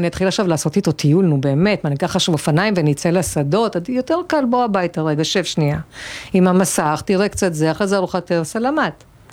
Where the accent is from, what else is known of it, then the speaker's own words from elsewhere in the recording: Northern District, Israel; also born or lived in Buenos Aires, Argentina; אני באתי מהעיר הגדולה, נולדתי בוונוס איירס. כאילו, הכי לא טבע, והגענו פה לגושרים ופשוט פרחתי.